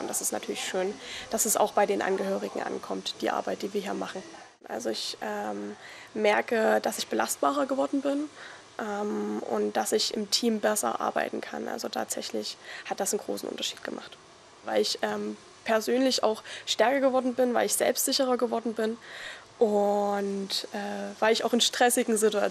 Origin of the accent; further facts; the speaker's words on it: Krandorf, Saxony, Germany; now in Leipzig, Germany; Also Krandorf ist halt meine Heimat. Hier gehöre ich hin und hier komme ich auch immer wieder gerne her. Auch wenn Leipzig wunderschön ist.